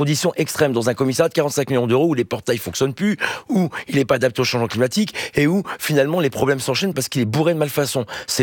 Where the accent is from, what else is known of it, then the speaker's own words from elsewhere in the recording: Hauts-de-France, France; moi je suis du Nord, donc Gravelines à Dunkerque, je sais très bien comment est positionnée et fonctionne cette centrale nucléaire